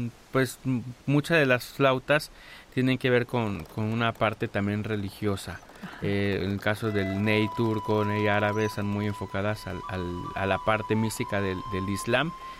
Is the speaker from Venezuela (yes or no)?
no; Tabasco, Mexico; Yo soy de Tabasco